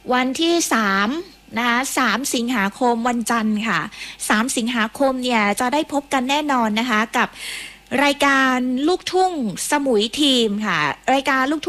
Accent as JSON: {"language": "Thai", "region": "Southern Thailand", "country": "Thailand", "said": "ก็ถือว่าเป็นความภาคภูมิใจของพวกเราคนไทยแล้วก็โดยเฉพาะพวกเราชาวใต้นะคะ"}